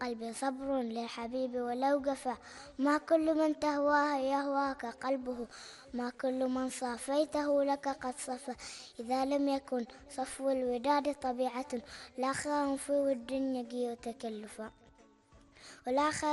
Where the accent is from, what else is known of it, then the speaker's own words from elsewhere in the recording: Oman; لأنهم من بلدي عمان الحبيبة